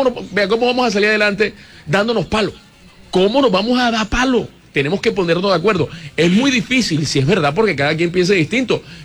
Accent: Caribbean coast, Colombia; nosotros somos hermanos, somos colombianos, no nos podemos matar y no podemos normalizar que yo violente, que pegue, que le diga bruto, que le diga mamerto, que le diga tantos improperios y tantas cosas horribles a mi hermano colombiano. Nosotros somos de la costa

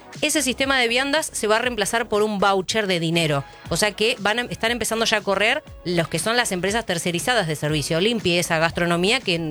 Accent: Argentina; Está el rebusque porque somos los argentinos, somos buscas

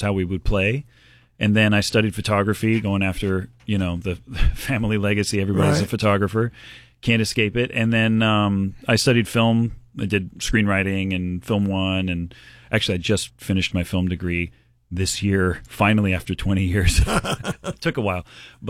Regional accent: Miami, Florida, United States; moved away; also born or lived in Fayetteville; Yeah, I was born in Fayetteville, but I grew up in Miami.

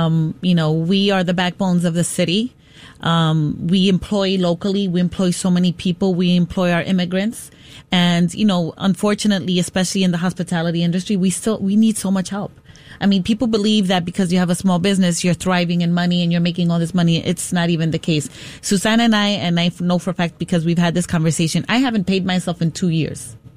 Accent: New York City, New York, United States; I was born and raised on Dyckman, so that's my neighborhood.

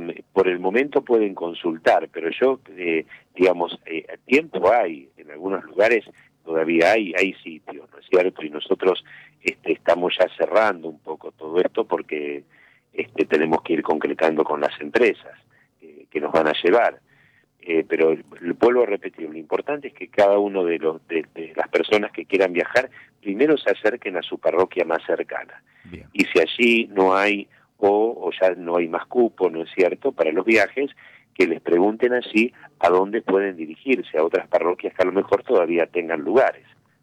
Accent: Argentina; en particular en nuestra patria y como argentinos.

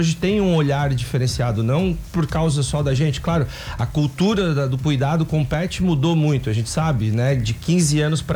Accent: Brazil; now in Laguna, Brazil; Nós não somos naturais daqui, eu sou de Maruí, a Ana é de Joinville e a gente está aqui há 15 anos

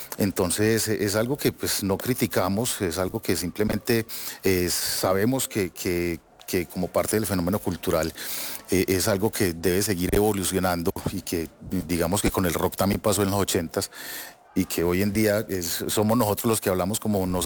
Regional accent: Medellín, Antioquia, Colombia; yo que soy de Medellín y crecí en Medellín en los 80s y 90s, donde pues uno encendía la radio y había 4 o 5 emisoras que pasaban rock.

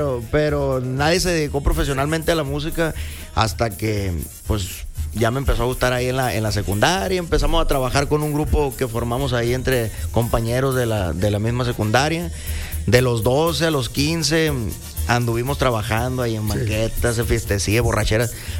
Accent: Ciudad Obregón, Sonora, Mexico; de allá somos, de Obregón, sí. Sonora, y bendecidos y orgullosos de ser de allá.

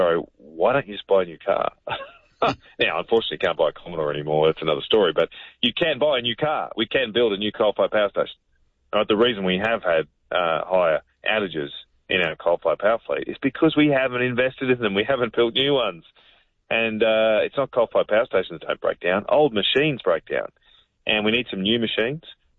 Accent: Queensland, Australia; But being a Queenslander, I don't panic

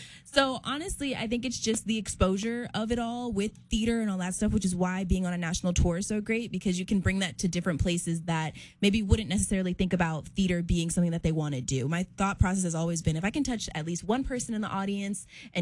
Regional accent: Detroit, Michigan, United States; And I'm originally from Detroit, so I was like, oh my gosh, it's also 80 degrees and it stays this way.

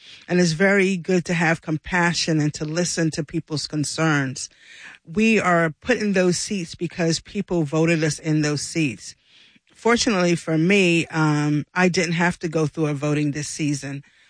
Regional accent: St. Augustine, Florida, United States; also born or lived in Newport, Rhode Island; I was born Black and I can't change that fact. But I was born and I was born here in St. Augustine. I attended school here in St. Augustine, but I also have some northern background. I lived in a town called Newport, Rhode Island

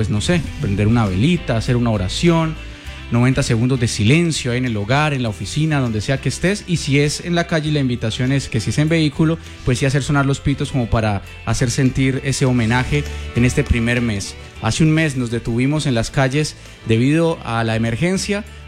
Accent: Cali, Valle del Cauca, Colombia; unirnos como caleños

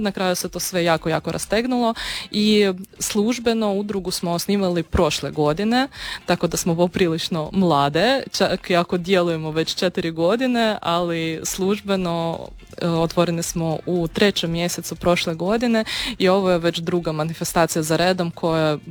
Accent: Odesa, Odesa Oblast, Ukraine; born or raised there; Croatian is a second language; moved away as an adult; now in Pula, Croatia

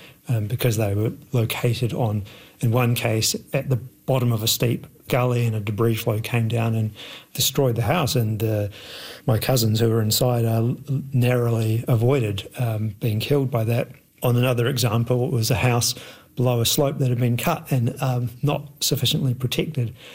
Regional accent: Wellington, New Zealand; I grew up in Wellington. A lot of my extended family's from Wellington

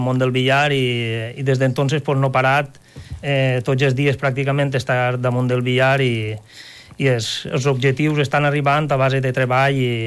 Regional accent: Villalonga, Valencian Community, Spain; Jo sóc de Villalonga.

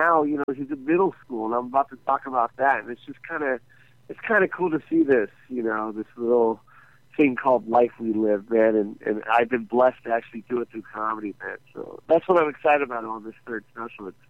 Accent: Las Vegas, Nevada, United States; And that's my hometown too.

